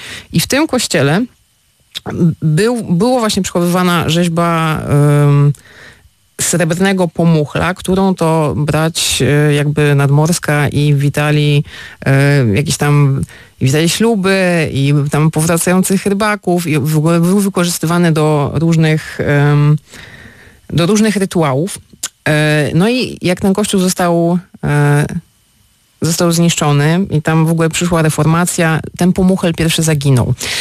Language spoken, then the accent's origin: Polish; Elbląg, Warmian-Masurian Voivodeship, Poland; also born or lived in Gdańsk; Tak, z Elbląga, zgadza się. Chociaż mówię przeważnie, że jestem z okolic Gdańska. No bo w Gdańsku też kawał życia spędziłam studiując